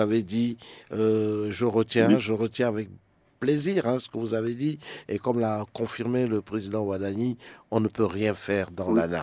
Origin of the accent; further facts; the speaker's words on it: Benin; une nouvelle industrie de fabrication de sacs en papier, hein, vient de naître chez nous au Bénin.